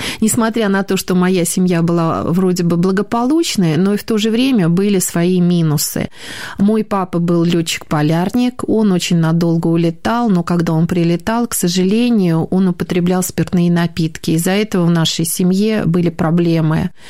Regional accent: Moscow, Russia; born there; Родилась я в Москве, в хорошей благополучной семье

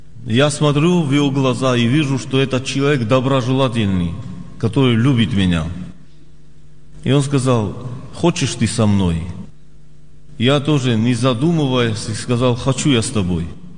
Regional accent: North Ossetia–Alania, Russia; moved away; also born or lived in Georgia; Я из Северной Осетии, жил в Грузии.

